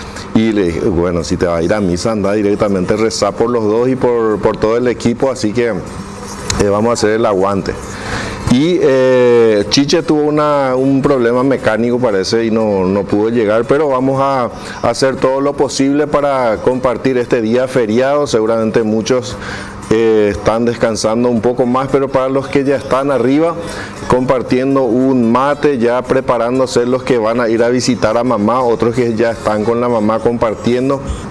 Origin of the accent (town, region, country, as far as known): Paraguay